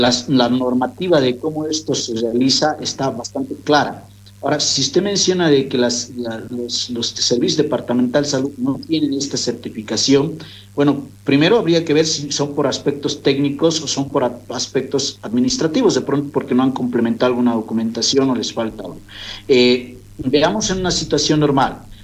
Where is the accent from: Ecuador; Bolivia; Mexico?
Bolivia; podamos resolver esto como bolivianos y bolivianas.